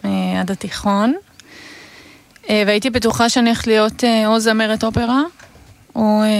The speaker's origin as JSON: {"language": "Hebrew", "town": "Tel Aviv", "region": "Tel Aviv District", "country": "Israel", "said": "מתל אביב."}